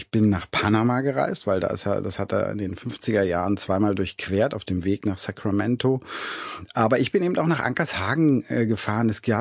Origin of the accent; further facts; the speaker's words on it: Schwerin, Mecklenburg-Vorpommern, Germany; Also in meiner Heimatstadt Schwerin gibt es die Schliemann-Terrassen und eine Schliemann-Büste vor einer Schule, die früher quasi das Gymnasium war.